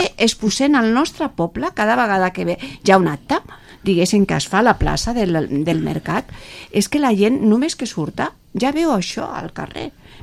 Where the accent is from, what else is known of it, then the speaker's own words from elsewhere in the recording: Cubelles, Catalonia, Spain; born there; also born or lived in Sant Feliu de Llobregat; jo porto 50 anys aquí, he crescut aquí